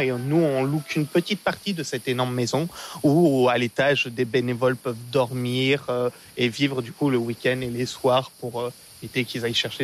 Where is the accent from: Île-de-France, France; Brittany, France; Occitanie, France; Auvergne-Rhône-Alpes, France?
Auvergne-Rhône-Alpes, France; Et le week-end, ma mère était allée à son église, donc par chez nous en Haute-Loire